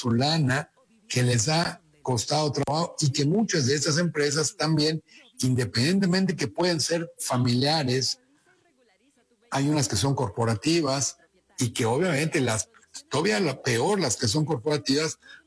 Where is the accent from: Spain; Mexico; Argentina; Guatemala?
Mexico; a mí como mexicano, como empresario mexicano